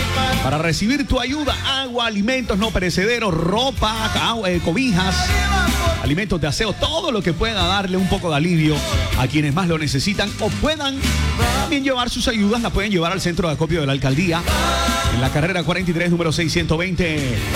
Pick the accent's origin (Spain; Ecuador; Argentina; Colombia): Colombia; también hay que tener la fuerza, las ganas, el ahínco, la berrequera de salir una vez más y levantarnos como colombianos, echar para adelante.